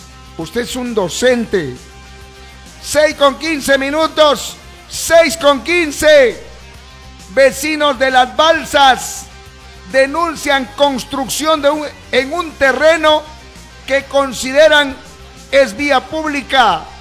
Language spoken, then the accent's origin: Spanish; Peru; Nuestra total solidaridad como pueblo peruano ante nuestros hermanos de Venezuela.